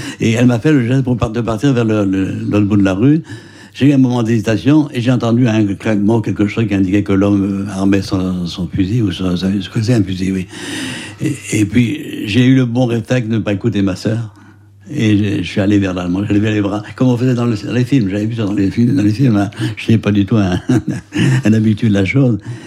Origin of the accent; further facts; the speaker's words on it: Douarnenez, Brittany, France; Je suis arrêté, sans aucun mérite de ma part, à Poule-David, dans mon village natal, Poule-David-sur-Mer